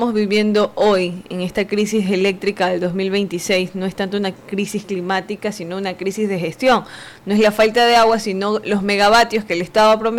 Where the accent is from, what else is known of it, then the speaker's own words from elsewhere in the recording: Ecuador; ya creo que no es un tema de esperar lluvias como ecuatorianos